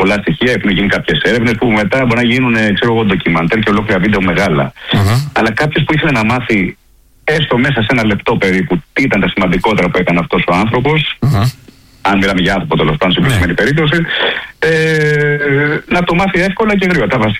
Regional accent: Piraeus, Attica, Greece; Είμαι και από τον Πειραιά.

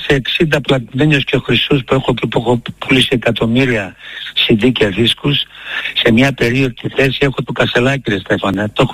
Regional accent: Greece; born there; also born or lived in Kazakhstan; ήρθαμε στην πατρίδα μας, στην Ελλάδα μας, εδώ που ήταν το όνειρό μας

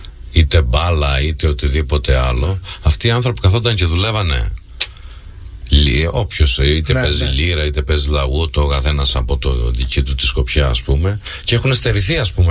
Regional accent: Dafnes, Crete, Greece; Εγώ μεγάλωσα στις Δαφνές. Όλη η οικογένεια είναι εκεί.

